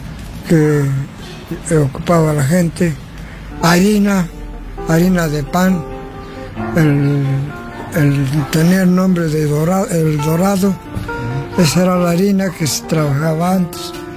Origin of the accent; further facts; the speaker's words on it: San Bartolo, Mexico; Sí, yo soy aquí originario de San Bartolo